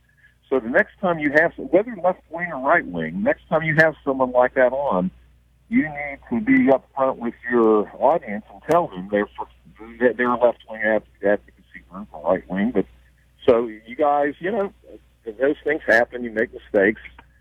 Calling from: North Carolina, United States; because I'm calling you from the Outer Banks. I'm on vacation

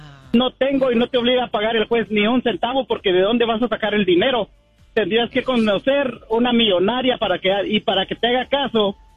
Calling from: Los Angeles, California, United States; Buenos días, de Los Ángeles.

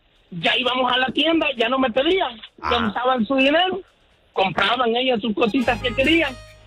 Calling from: Chicago, Illinois, United States; Soy troquero aquí de Chicago.

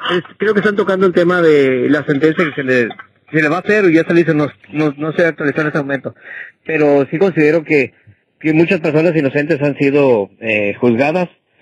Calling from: Escobedo, Nuevo León, Mexico; desde Escobedo, Nuevo León, para todo el mundo.

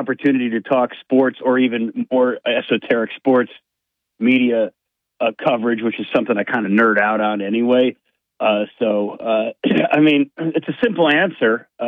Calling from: Binghamton, New York, United States; from Binghamton.

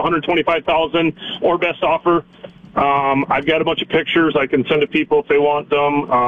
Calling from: Irene, South Dakota, United States; from Irene, South Dakota.

